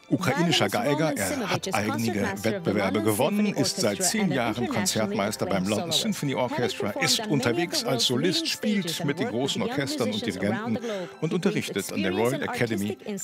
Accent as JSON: {"language": "German", "country": "Armenia", "said": "vor allem weil es in diesem Jahr in Armenien stattfindet, meiner Heimat."}